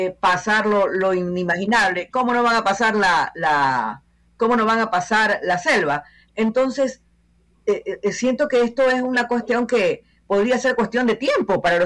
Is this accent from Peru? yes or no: no; Ecuador; yo me siento sinceramente como ecuatoriana amenazada